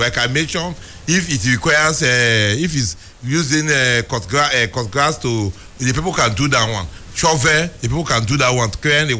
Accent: Rivers, Nigeria; I'm from Awada East

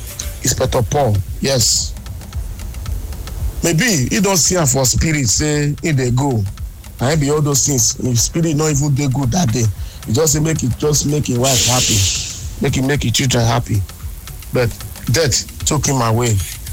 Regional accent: Port Harcourt, Rivers, Nigeria; from Port Harcourt.

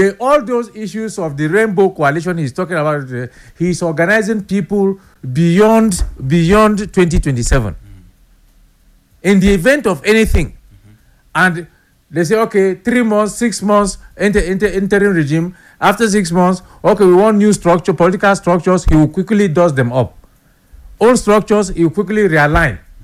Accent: South South, Nigeria; We are all from South South. We are used to street fighting.

